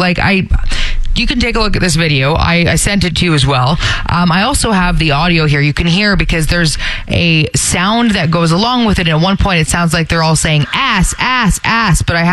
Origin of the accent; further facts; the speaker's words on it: Brampton, Ontario, Canada; And I grew up in Brampton, and I lived in the GTA, and that was not a thing when I lived in Toronto.